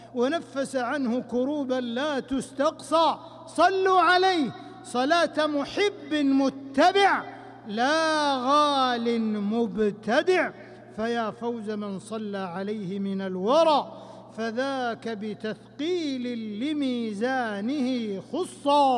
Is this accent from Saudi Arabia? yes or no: yes; Saudi Arabia; جعل بلادنا المملكة العربية السعودية